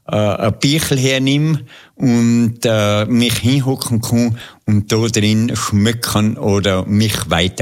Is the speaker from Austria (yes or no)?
yes; Tyrol, Austria; Meine Heimat.